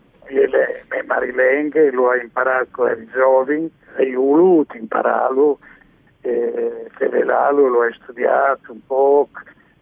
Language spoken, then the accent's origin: Italian; Friuli-Venezia Giulia, Italy; sono nato in Friuli, cresciuto in Friuli, sono tornato ogni volta che potevi, e come sono tornato a vivere in Friuli